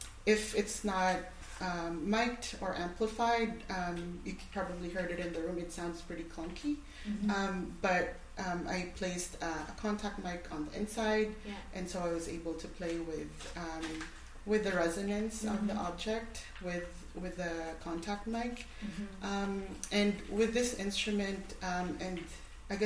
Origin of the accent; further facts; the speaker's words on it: Philippines; and so I come from the Tagalog people, which is not where the instruments are from.